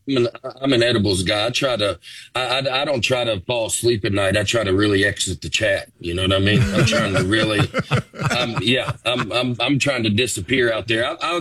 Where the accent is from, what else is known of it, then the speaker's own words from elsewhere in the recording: Harvest, Alabama, United States; I mean, I grew up out in Harvest, Alabama.